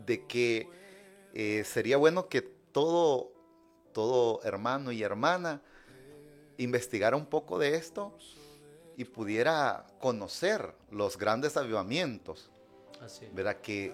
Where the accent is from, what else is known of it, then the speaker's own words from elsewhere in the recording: Ciudad Barrios, San Miguel, El Salvador; Bueno, como ya lo mencionaba … yo vengo desde el Cantón Belén de Ciudad Barrios.